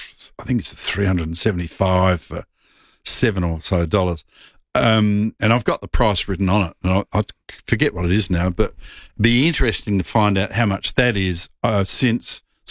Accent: Payneham, South Australia, Australia; In a normal suburb. I grew up in Paynham. And those homes there now are over a million.

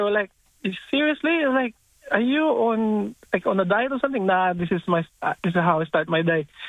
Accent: Philippines; like we grew up in Asian country. I grew up in Philippines

